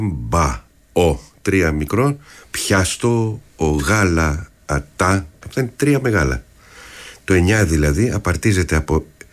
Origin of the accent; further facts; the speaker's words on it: Athens, Attica, Greece; Και έμαθα ότι είμαστε μουσικοί από την Αθήνα και ότι παίζουμε λαϊκά με μπουζούκια, με μπαγλαμάδες κτλ.